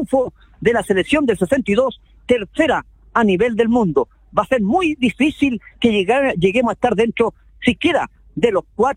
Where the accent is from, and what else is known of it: Chile